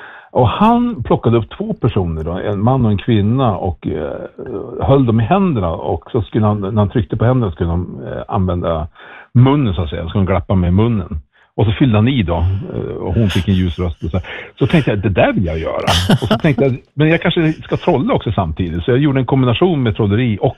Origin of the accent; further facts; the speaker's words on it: Norrland, Sweden; Jag är själv norrlänning, så jag vet ju hur det var.